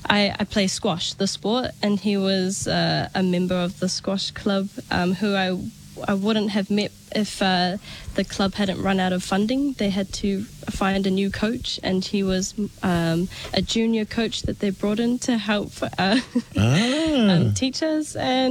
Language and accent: English; Auckland, New Zealand; my mum was born here in New Zealand in Auckland, and I was also born and raised in West Auckland.